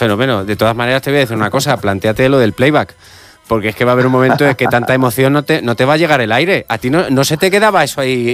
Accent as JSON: {"language": "Spanish", "country": "Spain", "said": "soy español, ¿a qué quieres que te gane?"}